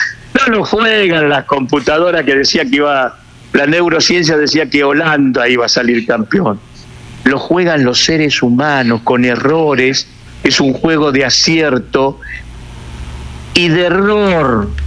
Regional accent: Rosario, Santa Fe, Argentina; como acá en mi tierra, en mi provincia de Santa Fe

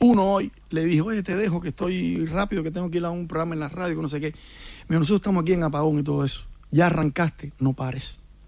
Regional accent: Cuba; born or raised there

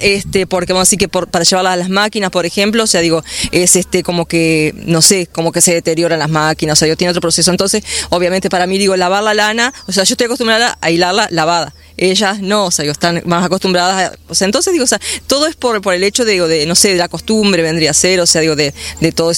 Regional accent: Playa Pascual, San José, Uruguay; Yo soy artesana y artista textil, soy de San José, de Playa Pascual.

